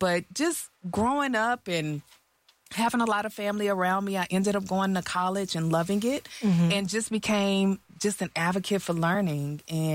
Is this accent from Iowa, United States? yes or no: no; Texas, United States; I was that homegirl from Harm Clark, Texas, where I grew up.